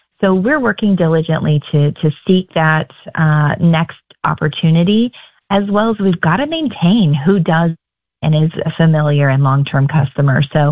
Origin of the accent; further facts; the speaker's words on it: Kansas, United States; I'm from Kansas